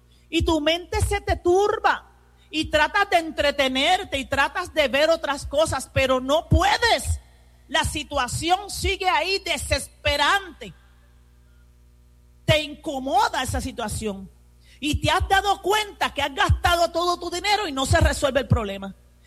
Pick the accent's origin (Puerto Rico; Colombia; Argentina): Puerto Rico